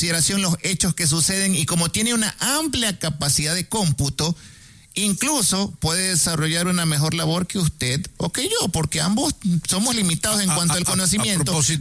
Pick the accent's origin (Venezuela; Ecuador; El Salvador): Ecuador; nosotros lo vemos, como los ecuatorianos